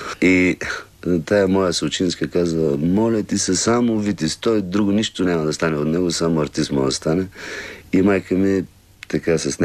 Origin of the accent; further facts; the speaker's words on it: Elhovo, Yambol Province, Bulgaria; moved away as an adult; Това се случи в Елхово, там някъде е станало началото. И доста дълго време се чувствах много добре в моя роден град. Някъде около 18-19 години живях там.